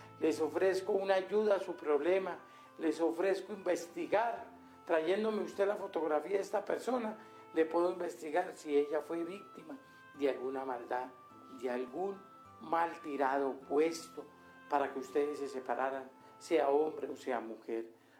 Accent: Catemaco, Veracruz, Mexico; born there; Nosotros, los que nacimos en Catemaco, Veracruz

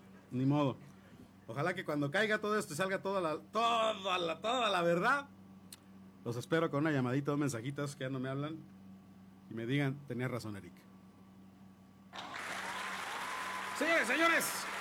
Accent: Mexico; porque somos mexicanos a final de cuentas y es la representante de todos los mexicanos.

